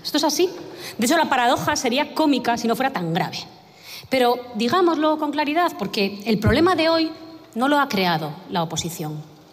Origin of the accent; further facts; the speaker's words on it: Galicia, Spain; accent: Galician; soy gallega, creo que me... el acento, ¿no? Sí, soy gallega, sí.